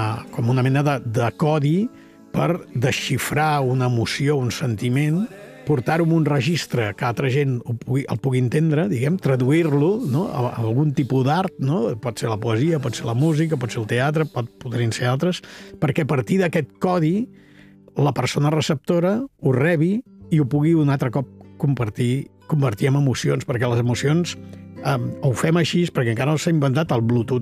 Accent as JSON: {"language": "Catalan", "region": "Catalonia", "country": "Spain", "said": "Sant Jaume de Frontanyà, la meva comarca"}